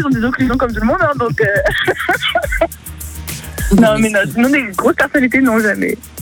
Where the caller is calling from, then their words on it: Fay, Pays de la Loire, France; Je suis de la Sarthe